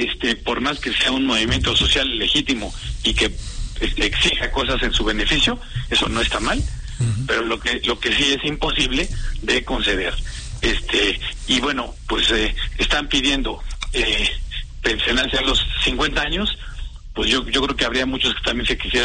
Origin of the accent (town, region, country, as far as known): Mexico